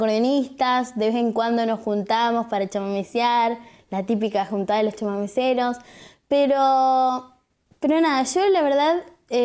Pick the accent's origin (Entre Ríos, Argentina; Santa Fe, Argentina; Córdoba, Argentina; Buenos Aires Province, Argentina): Buenos Aires Province, Argentina; San Pedro; desde muy pequeña, yo toda mi niñez viví en la isla. Fui y soy también, hasta el día de hoy, isleña.